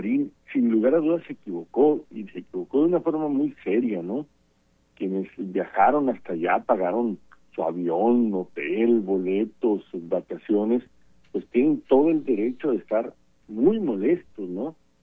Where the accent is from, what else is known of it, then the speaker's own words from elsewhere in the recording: Hermosillo, Sonora, Mexico; refleja muy bien cómo somos los sonorenses y los hermosillenses en particular